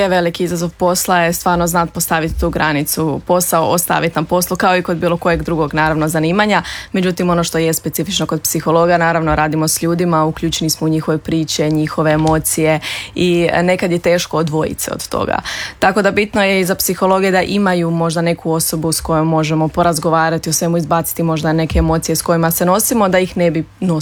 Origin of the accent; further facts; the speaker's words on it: Croatia; now in Zagreb, Croatia; ovdje kod nas u Hrvatskoj, u Zagrebu